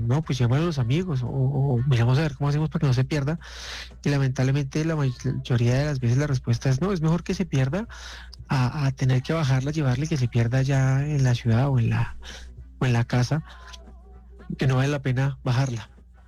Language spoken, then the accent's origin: Spanish; Bogotá, Colombia; born there; yo nací en Bogotá. Ajá. Una familia tradicional. Y pues nada, afortunadamente, a Dios gracias, crezco alrededor de Colombia.